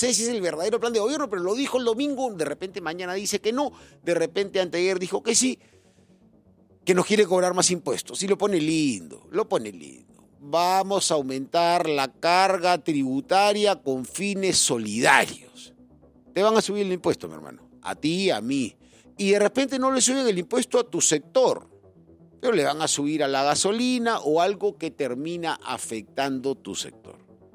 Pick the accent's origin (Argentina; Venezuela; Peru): Peru; somos peruanos honestos